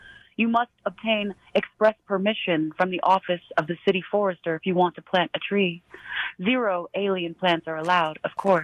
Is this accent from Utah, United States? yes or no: no; Denver, Colorado, United States; a couple of miles from where I grew up